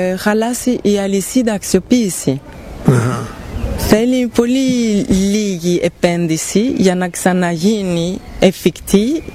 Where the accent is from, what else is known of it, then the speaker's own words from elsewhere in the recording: Belgium; born there; Greek is a second language; Αλλά είμαι Ιταλίδα και Γερμανίδα.